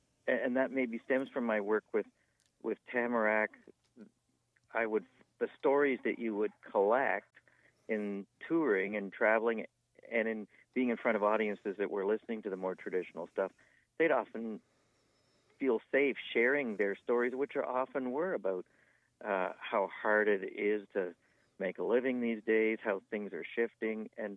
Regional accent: Guelph, Ontario, Canada; Yeah, I'm a city councillor now, and we're at my hometown of Guelph, Ontario.

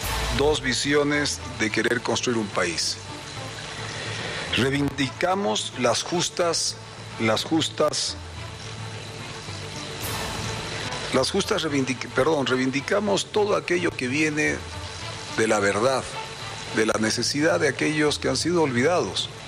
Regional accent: Bolivia; entre bolivianos

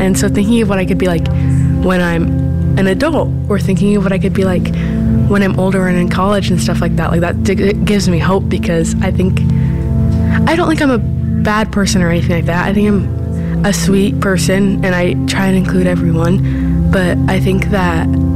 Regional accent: Indianapolis, Indiana, United States; I'm from Indianapolis.

